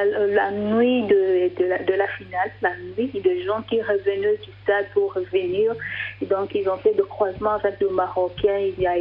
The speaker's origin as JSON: {"language": "French", "country": "DR Congo"}